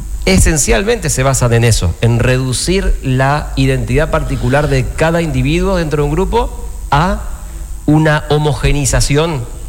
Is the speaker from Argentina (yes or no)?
yes; Argentina; somos muchos millones de argentinos